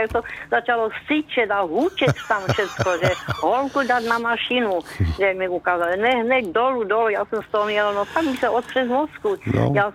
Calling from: Ostrava, Moravian-Silesian Region, Czechia; Tady jsem já … z Ostravy Poruby.

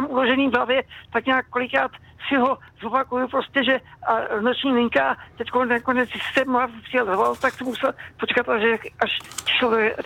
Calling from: Prague, Czechia

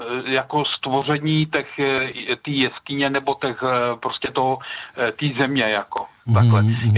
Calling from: Knovíz, Central Bohemian Region, Czechia

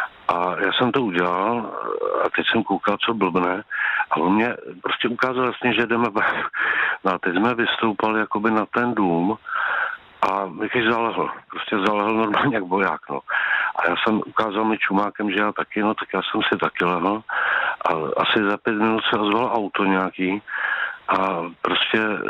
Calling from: Prague, Czechia

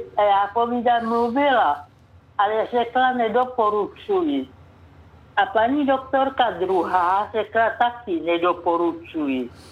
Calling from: Plzeň Region, Czechia; jsem z Plzeňska.

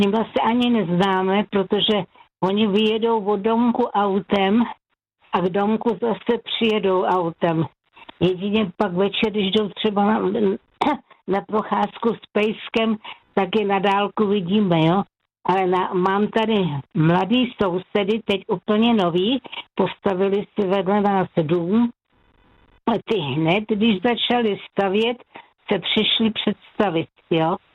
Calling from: Pardubice Region, Czechia; also born or lived in Prague; Od Pardubic.

